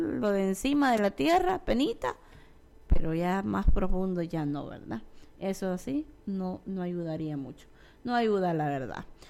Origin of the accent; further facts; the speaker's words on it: Santa Rosa de Lima, La Unión, El Salvador; acá Santa Rosa de Lima, allá por el cantón de donde yo soy